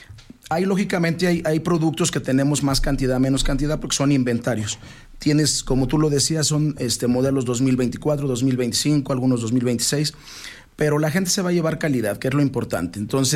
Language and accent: Spanish; Aguascalientes, Mexico; nosotros somos de aquí de Aguascalientes.